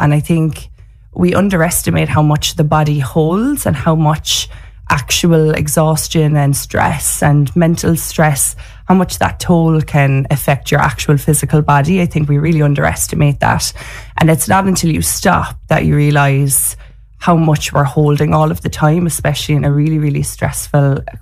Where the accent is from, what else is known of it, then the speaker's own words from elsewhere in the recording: Ireland; I'm very Irish.